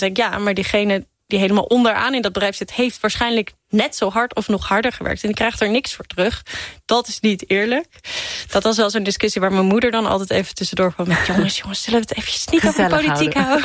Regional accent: Middelburg, Zeeland, Netherlands; moved away; ik kom uit Zeeland. Ik kom uit Middelburg.

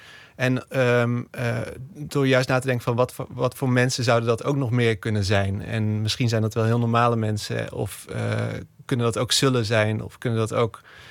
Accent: North Brabant, Netherlands; moved away; Wij zijn wel geboren en getogen in Brabant.

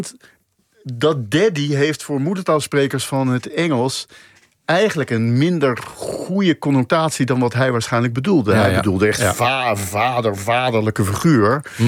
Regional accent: Netherlands; als wij met een Amerikaan spreken, spreek je toch altijd als een Nederlander met een Amerikaan.

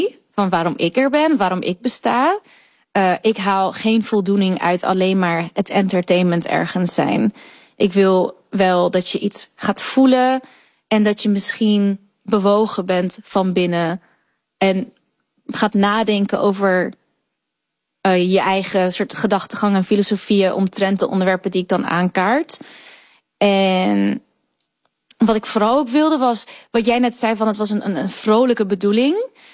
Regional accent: Netherlands; born there; Ik ben in Nederland geboren, mijn ouders zijn gevlucht. Ik ben een diaspora.

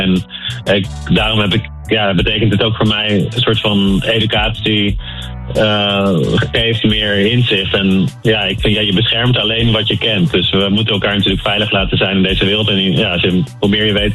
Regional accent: Curaçao; now in Amsterdam, Netherlands; ik kom zelf van Curaçao

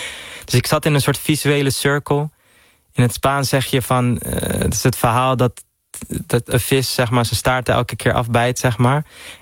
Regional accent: Netherlands

